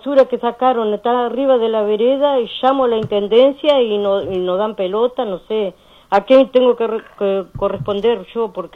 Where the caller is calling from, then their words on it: Tacuarembó, Uruguay; yo vivo en Heriberto Pintos y García Payares, a la vuelta de Panadería Manera